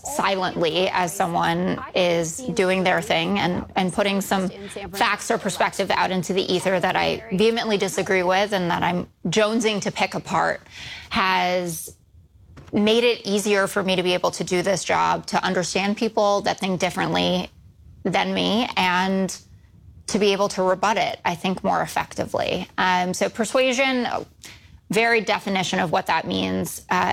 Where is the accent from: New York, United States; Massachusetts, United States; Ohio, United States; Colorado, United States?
New York, United States; New York City; I grew up in New York City, a very liberal family, school with all liberals.